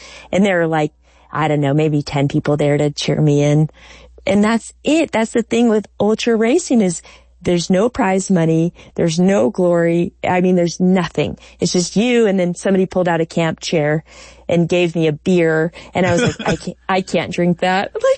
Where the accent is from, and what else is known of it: Alaska, United States